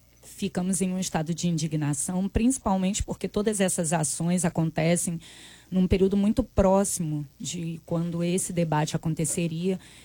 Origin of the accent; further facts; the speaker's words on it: Brazil; nós que somos brasileiros